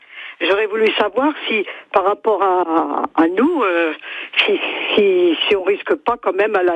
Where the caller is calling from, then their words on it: Ajaccio, Corsica, France; Je suis d'Ajaccio, oui, en face du port.